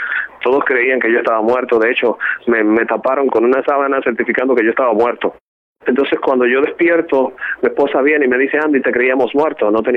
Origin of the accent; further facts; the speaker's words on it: Dominican Republic; born there; Yo soy dominicano de nacimiento. Soy el menor de 8 hermanos.